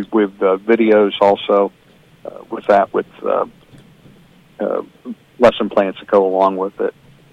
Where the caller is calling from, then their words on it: Apollo Beach, Florida, United States; And I'm calling you from Apollo Beac